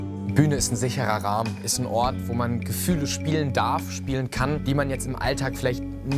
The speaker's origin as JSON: {"language": "German", "town": "Wiesbaden", "region": "Hesse", "country": "Germany", "tie": "born or raised there", "said": "ich bin 20 Jahre alt, aufgewachsen in Wiesbaden-Nornstadt."}